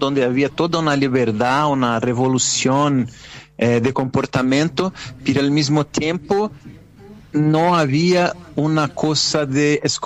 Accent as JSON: {"language": "Spanish", "region": "Rio de Janeiro", "country": "Brazil", "second_language": "Spanish", "moved": "as an adult", "lives_now": "São Paulo, Brazil", "said": "yo soy de Río de Janeiro, pero estoy viviendo en São Paulo hace casi 10 años, y justo cuando me cambié a São Paulo"}